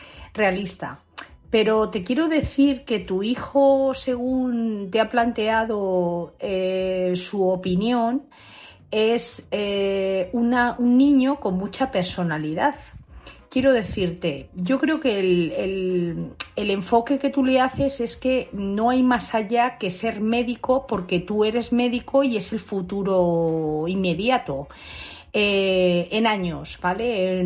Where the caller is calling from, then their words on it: Madrid, Community of Madrid, Spain; de Madrid.